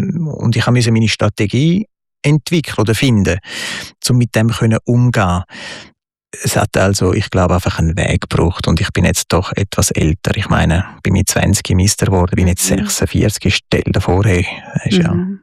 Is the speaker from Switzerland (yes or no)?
yes; Switzerland; Ich bin Schweizer.